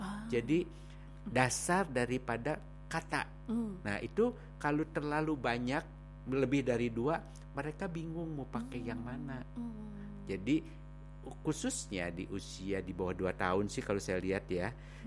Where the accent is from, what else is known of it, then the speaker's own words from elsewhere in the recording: Bandung, West Java, Indonesia; padahal saya asli Bandung, Sunda.